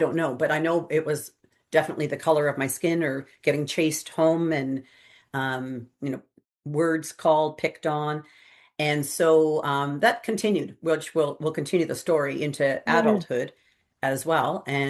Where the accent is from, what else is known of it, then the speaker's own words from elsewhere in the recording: Canada; born there; we had a few Indigenous teachers, and then we had a lot of non-Indigenous teachers who didn't live on our res, but who came to our res.